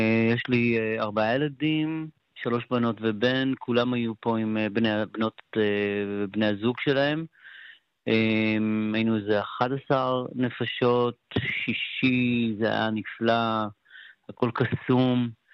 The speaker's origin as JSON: {"language": "Hebrew", "town": "Sderot", "region": "Southern District", "country": "Israel", "tie": "born or raised there", "lives_now": "Netiv HaAsara, Israel", "said": "סדרות עיר הולדתי, משפחתי שם, כל משפחתי. הוריי, סביי, קבורים בסדרות, השורשים משם, אבל כבר 36 שנים פה בנתיב העשרה, בניתי את ביתי, ילדיי נולדו פה"}